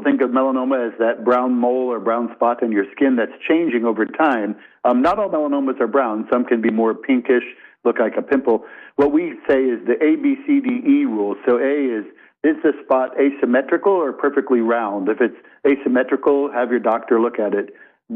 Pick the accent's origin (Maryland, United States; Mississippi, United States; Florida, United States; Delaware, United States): Florida, United States; I as a child, I didn't practice sun safety. I grew up in Florida.